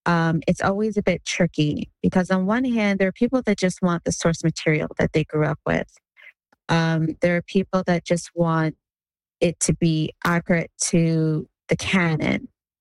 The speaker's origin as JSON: {"language": "English", "country": "Nigeria", "said": "like myself as a Nigerian, like to take from, you know, the stories that we've heard growing up"}